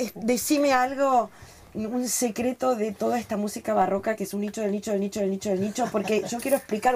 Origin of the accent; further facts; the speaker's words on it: Buenos Aires, Argentina; A mí mi abuelita me invitaba a los conciertos cuando era chiquita en Buenos Aires